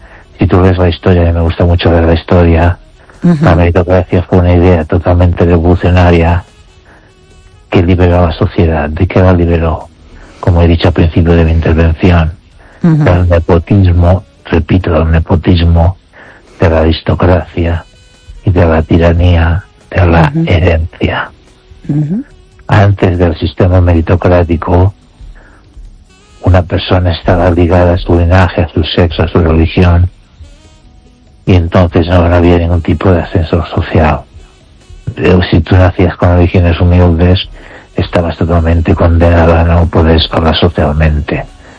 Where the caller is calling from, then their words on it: Ourense, Galicia, Spain; desde Orense.